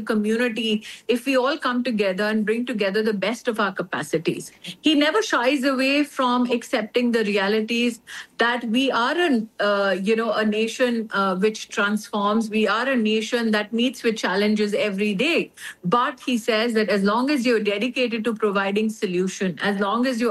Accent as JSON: {"language": "English", "country": "India", "said": "an Indian citizen."}